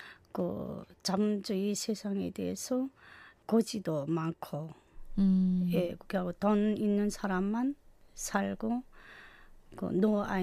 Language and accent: Korean; South Hamgyong, North Korea; now in South Korea